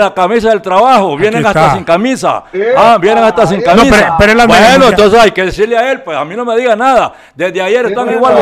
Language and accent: Spanish; La Ceiba, Atlántida, Honduras; born there; Yo nací solo en el Hospital Atlántida de la ciudad de Puerto de Seiba, mucha honra.